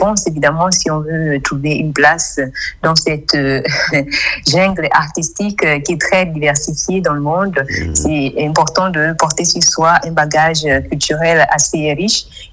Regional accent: Gabon; Je suis gabonaise et je suis particulièrement influencée par la culture du terroir.

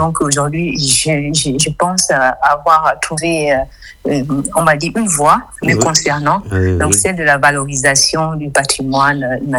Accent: Gabon; Je suis gabonaise et je suis particulièrement influencée par la culture du terroir.

